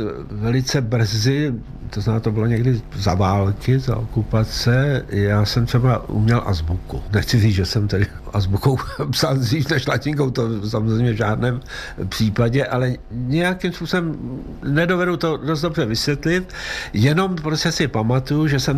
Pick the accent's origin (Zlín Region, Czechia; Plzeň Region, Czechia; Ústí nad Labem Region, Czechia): Plzeň Region, Czechia; Plzeň; já jsem vyrůstal v Plzni